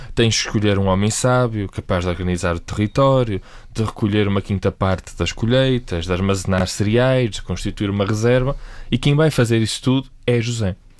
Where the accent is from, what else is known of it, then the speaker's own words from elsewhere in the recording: Viana do Castelo, Norte, Portugal; accent: Viana, swapping Vs for Bs; Aqui nota-se claramente que eu sou de Viana, porque troco os Vs pelos Bs.